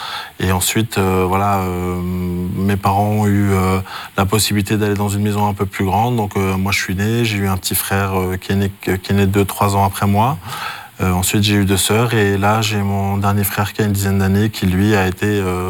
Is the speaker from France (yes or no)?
yes; France; Moi, j'ai grandi en France.